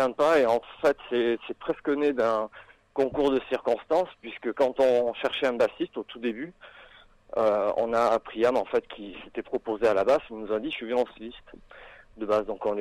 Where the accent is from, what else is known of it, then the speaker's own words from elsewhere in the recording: Bayonne, Nouvelle-Aquitaine, France; On vient de Bayonne, on va dire, pour simplifier les choses.